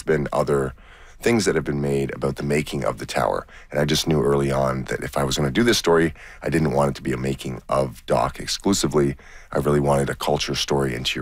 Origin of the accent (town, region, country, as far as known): Toronto, Ontario, Canada; born or raised there